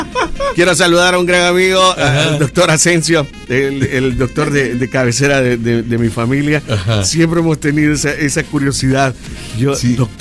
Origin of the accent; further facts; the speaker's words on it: El Salvador; Como todo buen salvadoreño. Yo no aguanto.